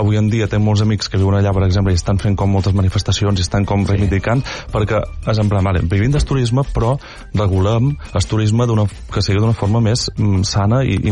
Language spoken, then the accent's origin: Catalan; Menorca, Balearic Islands, Spain; moved away as an adult; now in Barcelona, Spain; jo duc 15 anys aquí a Barcelona, me sent molt d'aquí també, saps? És a dir, òbviament som menorquí i estim Menorca per damunt de tot, però també estim molt Barcelona, perquè és ca meua també ara mateix.